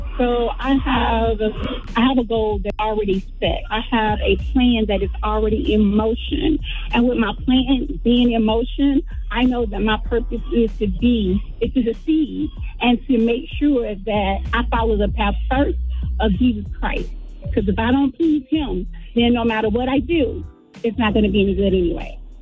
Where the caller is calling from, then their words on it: Atlanta, Georgia, United States; I'm calling from Atlanta, Georgia.